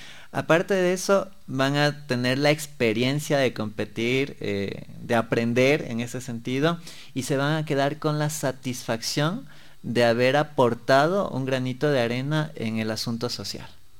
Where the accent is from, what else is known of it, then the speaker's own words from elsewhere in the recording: Ecuador; nuestro país